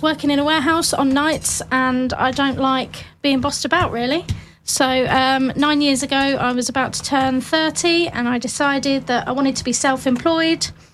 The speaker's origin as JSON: {"language": "English", "town": "Peterborough", "region": "East of England", "country": "United Kingdom", "tie": "born or raised there", "said": "I lived in Peterborough previously, born and bred in Peterborough, moved over to... I was working in God Manchester, and that's where I met my husband"}